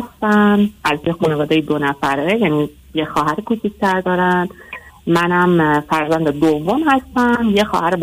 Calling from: Iran; من از ایران هستم.

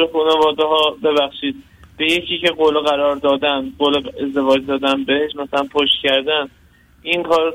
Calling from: Tabriz, East Azerbaijan, Iran; ما تبریزیم

